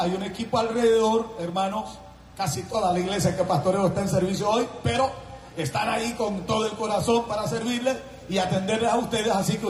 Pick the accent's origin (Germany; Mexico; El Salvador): El Salvador; Yoloaiquín, Morazán; moved away; de donde yo soy, del pueblo de Yoloaiquín